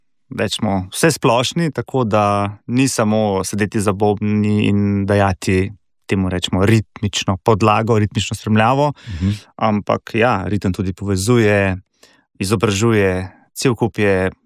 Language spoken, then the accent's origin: Slovenian; Škofja Loka, Upper Carniola, Slovenia; Bobne je deleč od tega, ker dejansko pač prihajam iz Škofje Loke in tam ni bilo, ne, pač ni bilo ne učitelja, ni bilo sploh predmeta tolkala ali pa bobni.